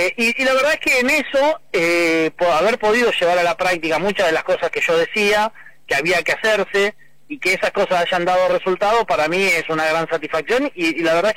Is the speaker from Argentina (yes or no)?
yes; Rosario, Santa Fe, Argentina; yo soy rosarino, tengo mi familia que vive en sí. Rosario toda la vida.